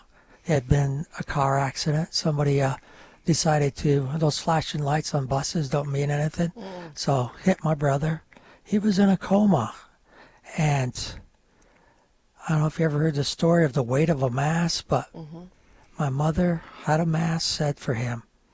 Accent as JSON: {"language": "English", "region": "New York", "country": "United States", "first_language": "French", "second_language": "English", "said": "English is my second language. Originally from the North Country of New York, that is Quebec, and my mother was from Montreal, so all we spoke was French at home."}